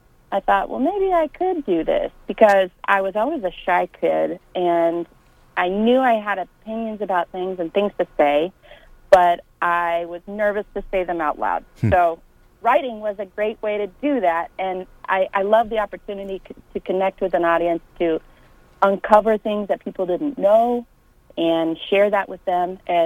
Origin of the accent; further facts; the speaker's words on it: Concordia, Kansas, United States; I grew up in the 80s and 90s and grew up on a farm just west of Concordia.